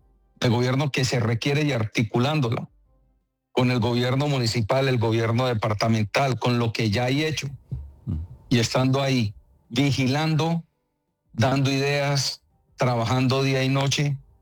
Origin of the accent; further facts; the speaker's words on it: Popayán, Cauca, Colombia; also born or lived in Cali; Yo soy caleño, pero a los 5 años me fui a vivir a Popayán. Mi padre me llevó a vivir a Popayán. Popayán, ciudad que me acogió, ciudad que amo, y diría yo, soy payanés y soy caleño.